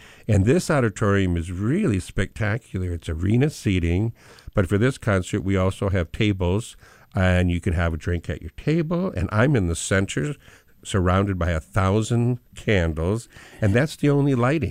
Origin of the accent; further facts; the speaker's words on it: United States; And I am American and I'm also Polish.